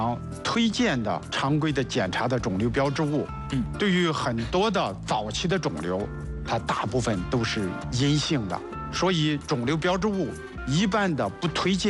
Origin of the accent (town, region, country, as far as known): China